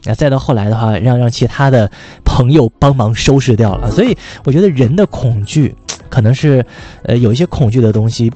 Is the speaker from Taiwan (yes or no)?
no; northern China, China; now in South China, China; 作为一个北方人来说呢，我感觉北方的蟑螂就没有那么大，北方的蟑螂小小的。来到了这个华南地区，来到了南方之后，我才发现